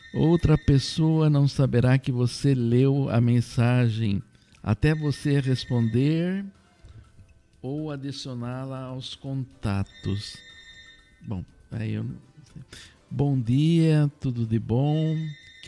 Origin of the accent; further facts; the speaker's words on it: São Manuel, São Paulo, Brazil; born there; lá de São Manuel, minha terra querida. Eu nasci em São Manuel, gente. Nasci em São Manuel e adoro São Manuel. Trabalhei em São Manuel por 2 vezes.